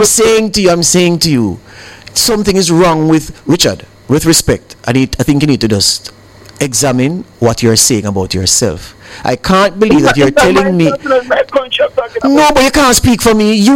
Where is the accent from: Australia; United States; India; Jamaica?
Jamaica